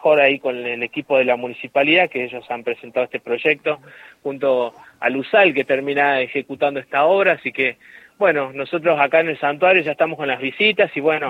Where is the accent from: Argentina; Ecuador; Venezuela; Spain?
Argentina; Para nosotros los católicos, que el Santo Padre visite nuestro país